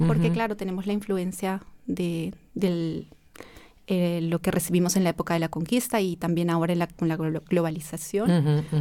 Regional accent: Cusco, Peru; moved away as an adult; now in Vienna, Austria; Yo soy de Perú, nací en Cusco, una ciudad en las montañas de Perú. Me crié allá, estudié también la universidad en Cusco, en Perú. Y luego, cuando terminé la universidad, vine a Viena

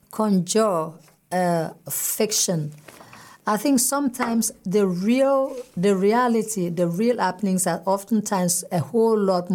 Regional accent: Nigeria; now in Austria; you do something as a Nigerian, and maybe the Austrians, the biological Austrians don't understand why you're doing it, and then maybe as a Nigerian too, you don't understand why the Austrians don't understand.

